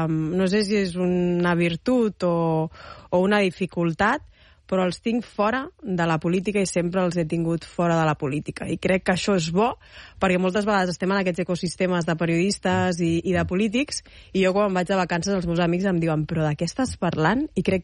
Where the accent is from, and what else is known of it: Catalonia, Spain; also born or lived in Guangzhou, China